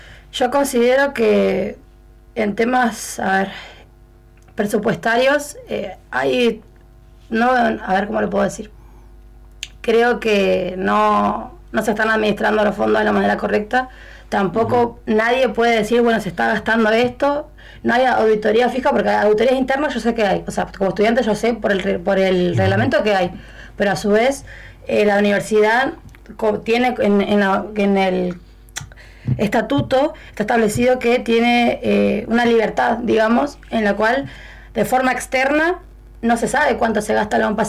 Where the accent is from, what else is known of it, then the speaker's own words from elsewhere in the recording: Río Gallegos, Santa Cruz, Argentina; yo soy nacida y soy criada acá